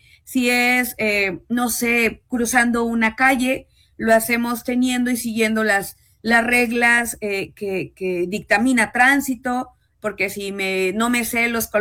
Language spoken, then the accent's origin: Spanish; Mexico; now in Xalapa, Mexico